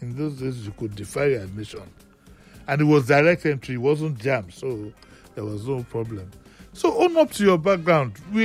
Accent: Lagos, Nigeria; we are from Esaleko.

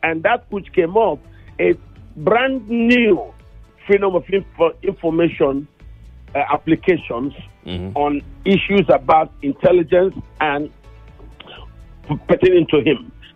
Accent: Nigeria; I am a Nigerian.

